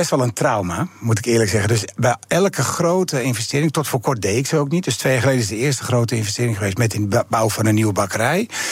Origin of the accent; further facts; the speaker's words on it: Amsterdam, North Holland, Netherlands; now in Brabant, Netherlands; Ik ben vanuit Amsterdam naar de hotelschool gegaan in Maastricht. En daar de Brabantse vrouwen leren kennen. Dus vanwege de liefde eigenlijk naar Brabant verhuisd.